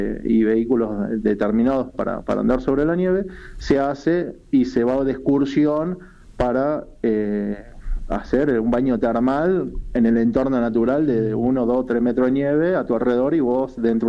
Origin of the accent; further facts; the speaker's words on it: San Francisco, Córdoba, Argentina; now in Caviahue, Argentina; soy cordobés, soy de San Francisco, Córdoba, nacido y criado, y bueno, un día llegué a este lugar hace casi 30 años